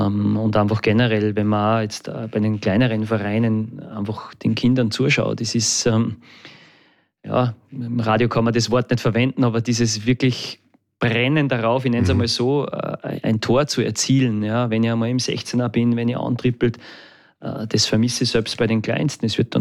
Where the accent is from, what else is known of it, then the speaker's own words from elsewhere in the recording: Austria; wir müssen halt trotzdem immer ein bisschen aufpassen als Österreicher.